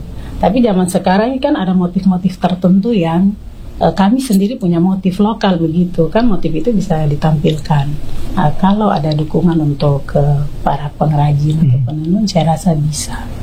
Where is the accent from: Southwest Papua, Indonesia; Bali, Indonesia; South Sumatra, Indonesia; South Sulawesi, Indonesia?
Southwest Papua, Indonesia; Iya, karena saya … ini perempuan maibrat. Marga saya memang orang Jayapura. Saya … orang maibrat.